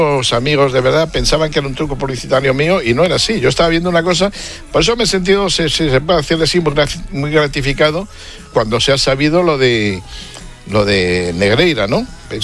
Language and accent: Spanish; Buenos Aires, Argentina; Entonces allí, cuando era chaval, caían por Buenos Aires algunos ítalo-norteamericanos que venían quemados de gángsters y se instalaban